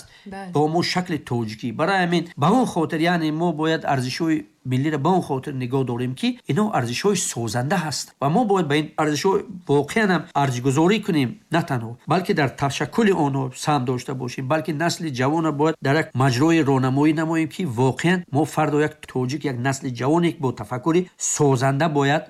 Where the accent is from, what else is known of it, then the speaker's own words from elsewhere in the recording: Tajikistan; من تاجیک تولد شدم، خب کجای بروم اگر من تاجیک هستم؟ در چین هم زندگی کنم من تاجیک هستم، در امریکا هم زندگی کنم من تاجیک هستم